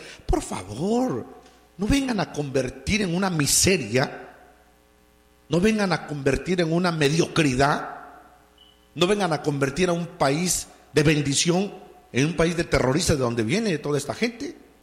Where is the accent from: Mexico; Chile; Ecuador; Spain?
Mexico; born there; moved away; Yo no pertenezco a este país. Yo soy mexicano. Yo nací en México y soy mexicano.